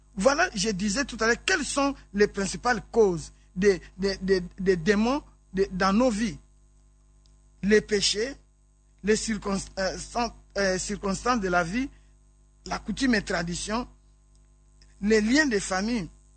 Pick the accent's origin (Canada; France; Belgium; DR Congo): DR Congo; moi je suis de la RDC.